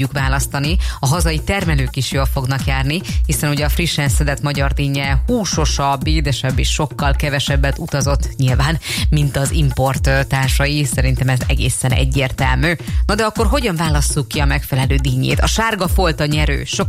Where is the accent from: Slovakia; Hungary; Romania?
Hungary